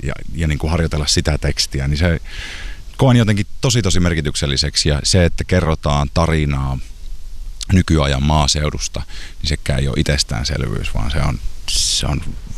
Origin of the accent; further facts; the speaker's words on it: North Savo, Finland; moved away; saa Savossa tehdä niin kuin kotopuolessa tämmöistä niin kuin työtä